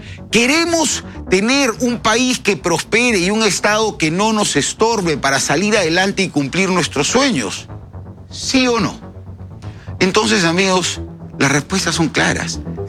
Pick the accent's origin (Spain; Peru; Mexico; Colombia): Peru; Todos los peruanos queremos y sabemos que tenemos que avanzar